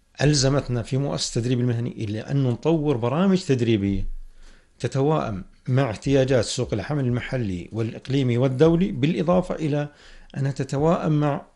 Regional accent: Jordan; إحنا كأردنيين

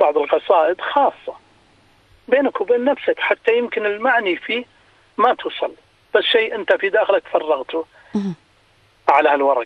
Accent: Al Zulfi, Riyadh Province, Saudi Arabia; born there; accent: Najdi; now in Riyadh, Saudi Arabia; انا من الزلفي، يعني مسقط راسي الزلفي ورامي في الرياض

